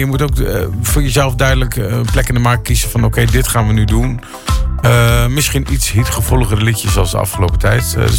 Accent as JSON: {"language": "Dutch", "country": "Netherlands", "moved": "as an adult", "lives_now": "Spain", "said": "Ik hou nog steeds heel erg van Nederland. En ik ben ook helemaal niet Spaans. Ik ben gewoon een Hollander in een ander land."}